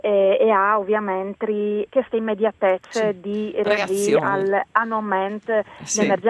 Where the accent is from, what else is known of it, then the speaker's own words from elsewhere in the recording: Majano, Friuli-Venezia Giulia, Italy; Io che sono di Mayan, de frazione di San Tomas, io sono cresciuta tal centro di comunità